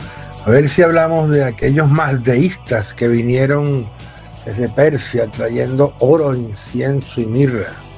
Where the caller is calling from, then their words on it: Venezuela; Hola, Miguel, un gran saludo desde Venezuela.